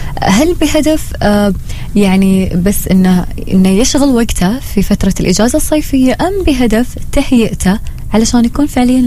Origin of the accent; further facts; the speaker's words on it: Oman; نحن مجتمع عماني محافظ جدا